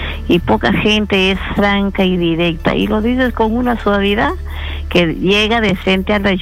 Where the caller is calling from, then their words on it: Cajamarca, Peru; Es que yo soy norteña y en el norte uno habla...